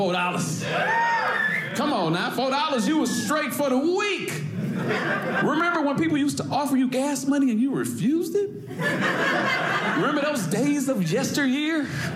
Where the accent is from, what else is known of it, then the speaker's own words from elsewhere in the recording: Detroit, Michigan, United States; I'm from Michigan, Detroit.